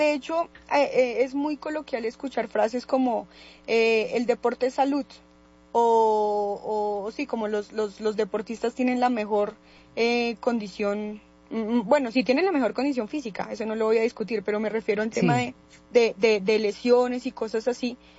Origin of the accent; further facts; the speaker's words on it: Cundinamarca, Colombia; una de las principales falencias que tenemos como colombianos, y principalmente aquí en Cundinamarca.